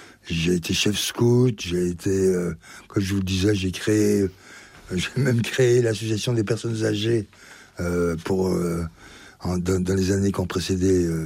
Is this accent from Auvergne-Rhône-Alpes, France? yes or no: yes; Belley, Auvergne-Rhône-Alpes, France; Et après, j'étais chez moi, je suis chez moi à Belley.